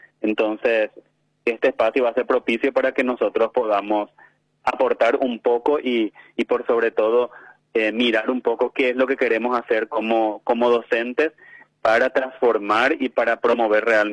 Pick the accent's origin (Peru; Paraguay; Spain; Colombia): Paraguay; Asunción; born there; soy del Bañado Sur, o sea, nací en el Bañado Sur, soy de la comunidad de San Miguel, en el barrio San Cayetano